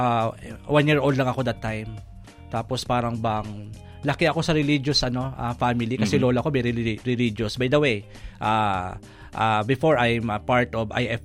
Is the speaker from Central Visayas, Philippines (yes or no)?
no; Antipolo, Calabarzon, Philippines; also born or lived in Oriental Mindoro; Parang nag-start sa Mindoro from grade 1 hanggang grade 4 and then grade 5. Nag-transfer na ako sa Antipolo hanggang sa nag-high school, nag-college.